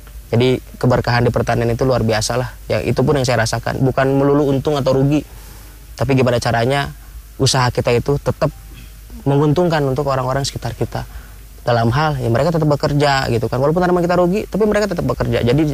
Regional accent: Jakarta, Indonesia; asal saya itu kan asli Jakarta gitu.

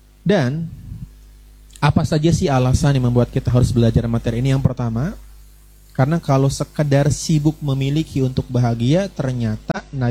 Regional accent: Brebes, Central Java, Indonesia; Saya asalnya dari Brebes, Jawa Tengah.

